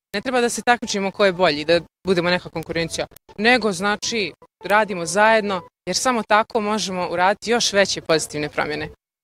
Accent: Banja Luka, Republika Srpska, Bosnia & Herzegovina; dolazim iz Banja Luke, imam 21 godinu

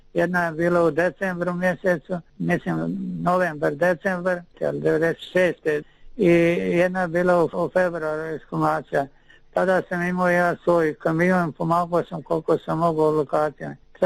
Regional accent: Botonjići, Una-Sana Canton, Bosnia & Herzegovina; born there; rođen sam u Botonjići, a Botonjići pripadaju u Biljanima.

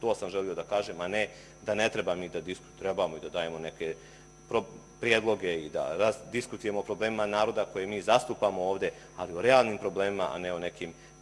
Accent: Herzegovina, Bosnia & Herzegovina; iz grada odakle ja dolazim iz Hercegovine

